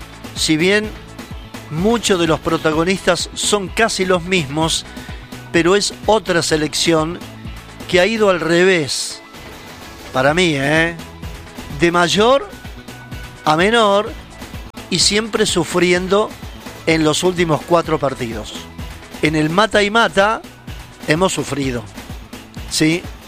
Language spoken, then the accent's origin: Spanish; Argentina; Somos argentinos, vivimos acá